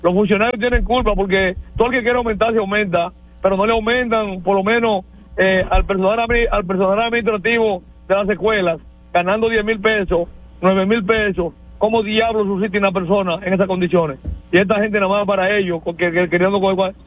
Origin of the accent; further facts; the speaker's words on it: Azua, Dominican Republic; allá en los negros de Azua, donde soy nativo